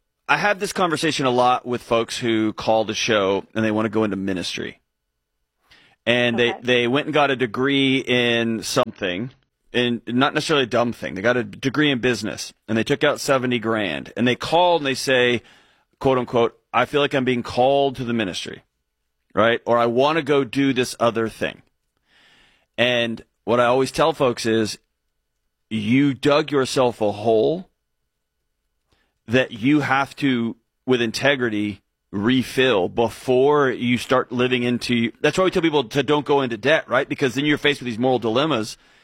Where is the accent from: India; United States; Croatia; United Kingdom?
United States; Houston, Texas; growing up in Houston, Texas, where it's 1,000 degrees, when I was a kid playing soccer, like 6-7 year old